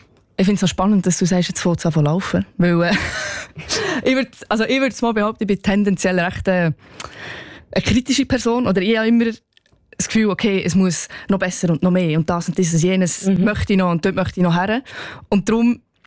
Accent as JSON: {"language": "German", "town": "Balm", "region": "Solothurn", "country": "Switzerland", "said": "Ich bin eher der Kaffmensch aus dem 200-Seelendorf."}